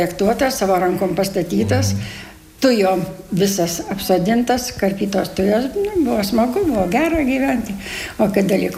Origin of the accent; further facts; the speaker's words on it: Lazdijai, Alytus County, Lithuania; moved away as an adult; now in Šiauliai, Lithuania; iš Lazdijų, iš Dzūkijos. Labai didžiuojuosi, kad aš iš Dzūkijos. Visai čia pat Lenkijos siena ir Baltarusijos siena. Tokiam kampelėje gyvenam. Gimus augus Lazdijuose.